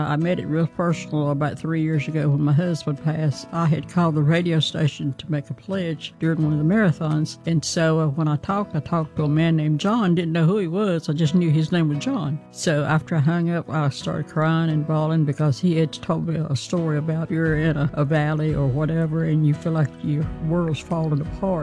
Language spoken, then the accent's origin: English; Randleman, North Carolina, United States; I'm from Randleman, North Carolina, and this is my story.